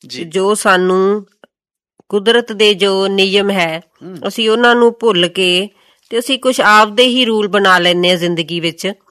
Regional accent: Muktsar district, Punjab, India; ਇੱਕ ਕਿਸਾਨੀ ਪਰਿਵਾਰ ਹੈ, ਪਿੰਡ ਲੱਖੇਵਾਲੀ, ਜ਼ਿਲ੍ਹਾ ਮੁਕਤਸਰ

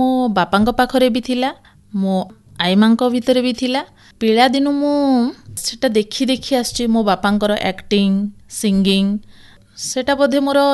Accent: Kuchinda, Odisha, India; ଆମ ଘର ହେଲା କୁଚିଣ୍ଡା।

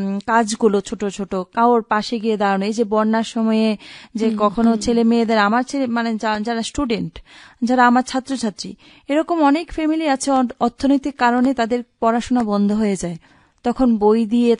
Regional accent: Udaipur, Tripura, India; আমার বাড়ি উদয়পুর খিলপাড়াতে

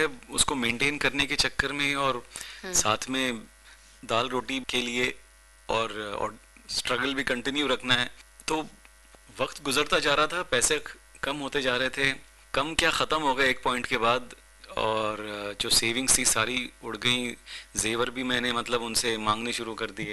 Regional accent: Mumbai, Maharashtra, India; मैं मुंबई में पला बड़ा हूँ, मराठी बोल लेता हूँ

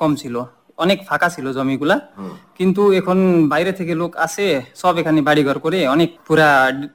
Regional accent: Fulbari, Jalpaiguri district, West Bengal, India; আমার জন্ম এখানে, আমার বাবারা প্রায় কত 1950-এর তখন থেকে আছেন

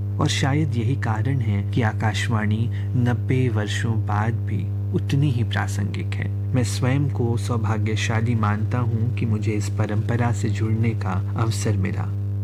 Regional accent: Gorakhpur, Uttar Pradesh, India; मेरा बचपन गोरखपुर में बीता, शुरुआती शिक्षा भी वहीं हुई।

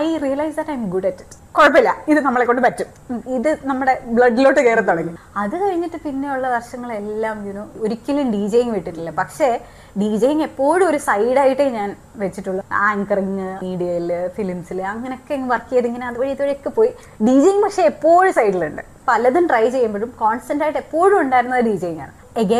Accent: Dubai, United Arab Emirates; ഞാൻ ദുബായിലാണ് പഠിച്ചത് വളർന്നതൊക്കെ.

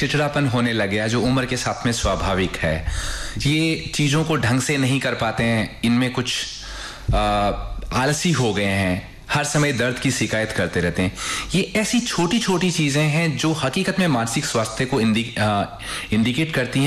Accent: Sikar, Rajasthan, India; moved away as an adult; also born or lived in Tamil Nadu / Jaipur / Lucknow; now in Jodhpur, India; वैसे तो मैं सीकर से बिलोंग करता हूँ

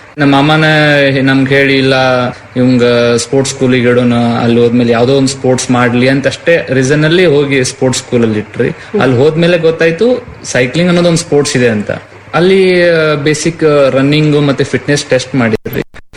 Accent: Shiggaon, Karnataka, India; Shiggaon, Haveri district Shiggaon ನಂದು.

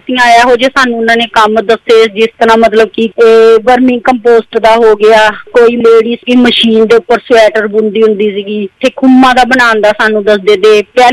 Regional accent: Chandpur Bela, Punjab, India; ਮੇਰਾ ਪਿੰਡ ਚੰਦਪੁਰ ਬੇਲਾ, ਜਿਹੜਾ ਆਨੰਦਪੁਰ ਸਾਹਿਬ ਹੈ।

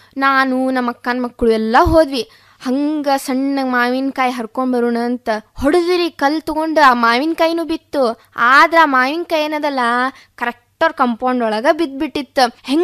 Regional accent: Karnataka, India; ಕಡ್ಕೋಳ ಅಂದ್ರೆ ನಮ್ಮೂರ್ರಿ

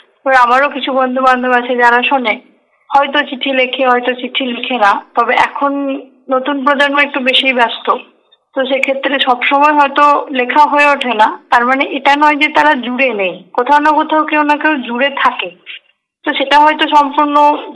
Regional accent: Bardhaman, West Bengal, India; হ্যাঁ, ছোটবেলা যেরকম সবার প্রথমে প্রাইমারি স্কুল, যেরকম আমাদের গ্রামে প্রাইমারি স্কুল, আমার বাড়ি থেকে হয়তো একটুখানি মানে চার পাঁচ থেকে ছয় সেকেন্ডের মধ্যে এক ছুটে চলে যাওয়া আর এক ছুটে চলে আসা এরকম ব্যাপার।

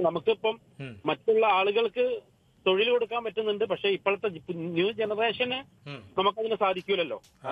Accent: Kozhikode, Kerala, India; now in Paravur, India; അപ്പൊ കോഴിക്കോടാണ് സ്വദേശം. വർക്ക് ഇവിടെ കൊച്ചിയിൽ വർക്കുന്നുണ്ട്.

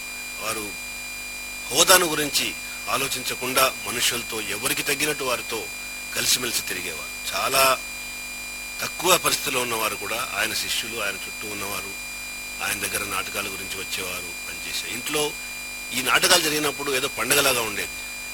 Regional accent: Anantapur, Andhra Pradesh, India; born or raised there

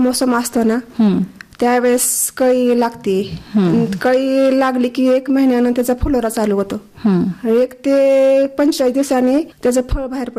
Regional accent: Shingoli, Maharashtra, India; moved away as an adult; now in Dharashiv, India; माझं माहेर आहे शिंगोली

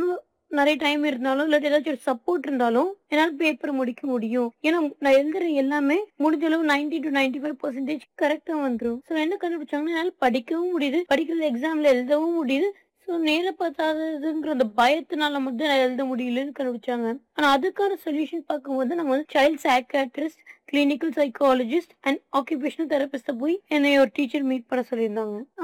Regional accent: Coimbatore, Tamil Nadu, India; எனக்கு வயசு 17. நம்ம கோயம்புத்தூர்ல தான் நான் பிறந்து வளர்ந்தேன். இங்கதான் நான் 8th கிளாஸ் வரைக்கும் படிச்சேன்.

